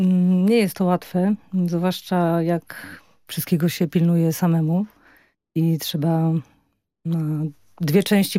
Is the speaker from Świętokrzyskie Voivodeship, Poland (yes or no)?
no; Warsaw, Masovian Voivodeship, Poland; Tak, jesteśmy z Warszawy.